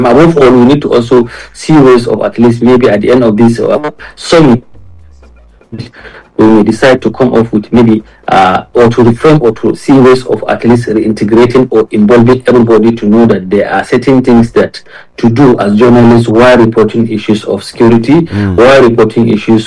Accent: Nigeria

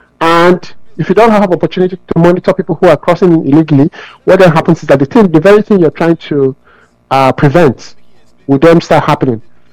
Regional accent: Nigeria; I'm a Nigerian. I'm carrying a Nigerian passport.

